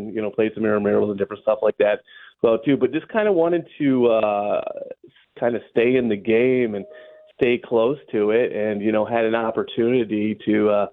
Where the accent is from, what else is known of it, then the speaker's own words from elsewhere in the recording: Norwalk, Ohio, United States; So I grew up in Norwalk, Huron County. Call myself a Norwalkian, but also a Huron Countyan. But just a local guy that grew up playing a lot of different sports.